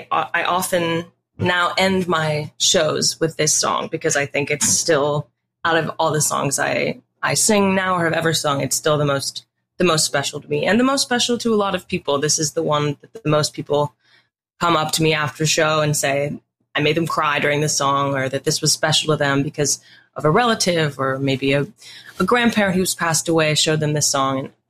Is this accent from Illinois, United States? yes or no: yes; Illinois, United States; I had never known anyone who'd been a professional singer or actor or artist of any kind growing up in Central Illinois.